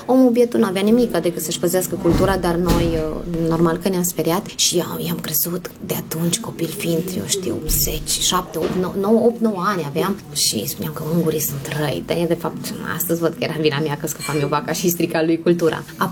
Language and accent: Romanian; Romania; moved away as an adult; now in Szeged, Hungary; sunt româncă, născută în România și acolo am finalizat și învățământul și am ajuns în Ungaria